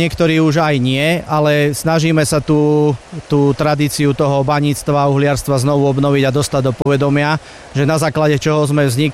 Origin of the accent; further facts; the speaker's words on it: Motyčky, Banská Bystrica Region, Slovakia; Tak je to moja rodná dedina, kde som od malička rástol, kde som získaval kamarátov, prvé bicyklovania, prvé turistiky, prvé naháňanie medveďom a podobné veci